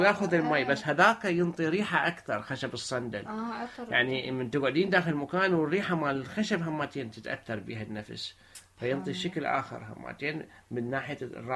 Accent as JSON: {"language": "Arabic", "country": "Iraq", "said": "احنا ما عندنا بالعراق"}